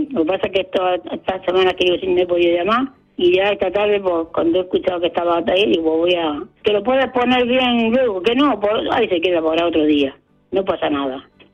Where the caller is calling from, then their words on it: Olula del Río, Andalusia, Spain; de Olula.